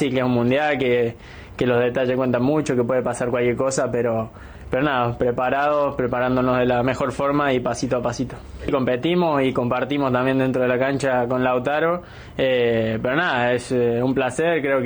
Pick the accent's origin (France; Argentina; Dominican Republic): Argentina; Bueno, como argentino siempre la ilusión está y siempre pensamos en ser campeones